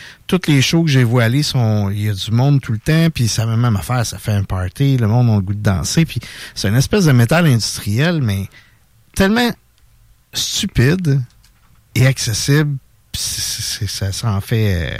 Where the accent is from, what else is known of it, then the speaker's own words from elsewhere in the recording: Quebec, Canada; moved away; ma région d'origine, qui est les Bois-Francs.